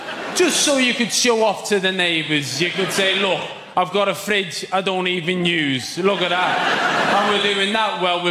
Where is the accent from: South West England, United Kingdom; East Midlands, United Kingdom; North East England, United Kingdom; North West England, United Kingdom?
North West England, United Kingdom; Liverpool; I'm from Liverpool, these are from Manchester, I'm outnumbered.